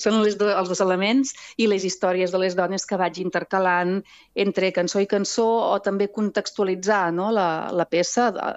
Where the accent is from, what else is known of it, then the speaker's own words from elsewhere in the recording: L'Espluga de Francolí, Catalonia, Spain; a la Catalunya Nova, d'on sóc jo, l'Espluga de Francolí, la banda també del Baix Camp i el Montsant